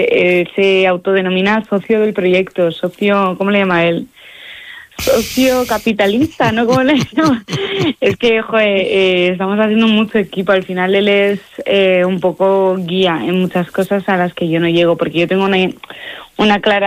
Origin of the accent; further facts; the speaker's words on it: Catalonia, Spain; Soy un poquito charra. Sí. Soy también catalana, lo cual